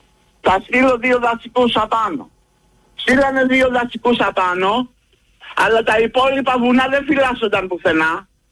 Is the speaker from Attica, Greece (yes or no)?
no; Corfu, Ionian Islands, Greece; born there